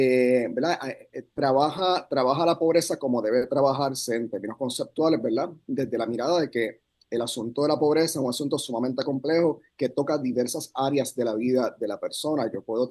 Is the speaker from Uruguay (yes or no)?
no; Puerto Rico; hombre negro, puertorriqueño, puertorriqueño y panameño, que es algo que mucha gente no sabe. Mi papá, mi abuelita son panameños.